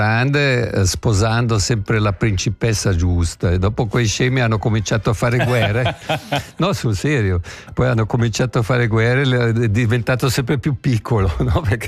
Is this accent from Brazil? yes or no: no; Vienna, Austria; I viennesi, quando io incontro altri austriaci strada facendo e dico che sono di Vienna, mi guardano per dire: beh, non è colpa tua.